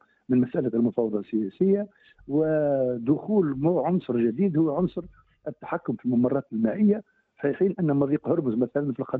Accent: Tunisia; نعم، في بلدنا تونس.

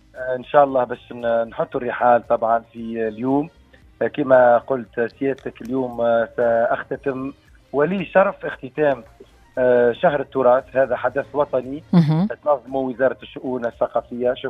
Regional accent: Tunisia; نكونوا فخورين جدا بانتمائنا الى بلادنا تونس العزيزه.

